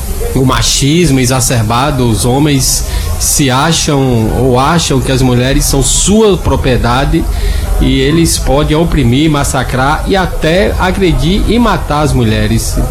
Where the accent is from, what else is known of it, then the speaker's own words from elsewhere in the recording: Irecê, Bahia, Brazil; sou do interior de Irecê.